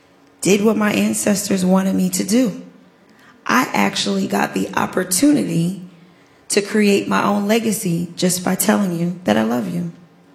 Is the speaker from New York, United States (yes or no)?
yes; Staten Island, New York, United States; I said, I'm from Staten Island, but I'm an eighth generation direct descendant from Sandy Ground.